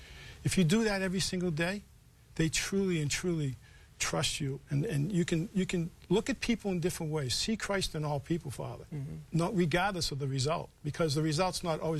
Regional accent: Boston, Massachusetts, United States; Yeah, born and raised in Charlestown. Okay. You know, in that one square mile.

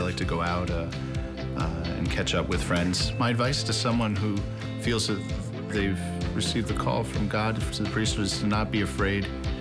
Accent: Manasquan, New Jersey, United States; I'm from Manasquan. I'm 30 years old, and my home parish is St. Catherine's in Spring Lake.

